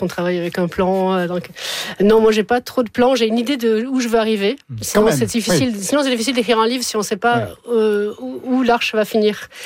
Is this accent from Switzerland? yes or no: no; Montpellier, Occitanie, France; born there